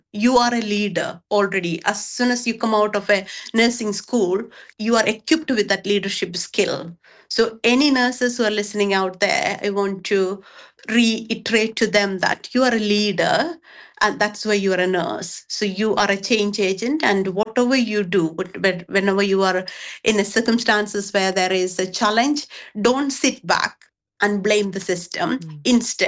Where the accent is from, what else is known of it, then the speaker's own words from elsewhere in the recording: India; moved away as an adult; now in United Kingdom; because when I came in, I didn't have the challenge of regaining my nursing registration in the UK. I came from India and I didn't have those challenges.